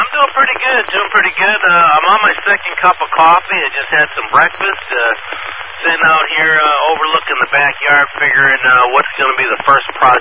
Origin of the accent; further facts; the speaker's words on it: Texas, United States; Yeah, I'm from Texas.